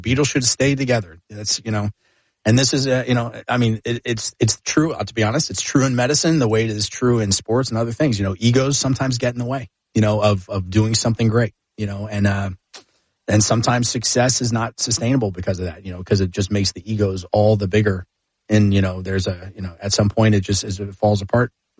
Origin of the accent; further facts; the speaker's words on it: Dallas, Texas, United States; I was living in Dallas at the time. I was a kid. I grew up in Dallas.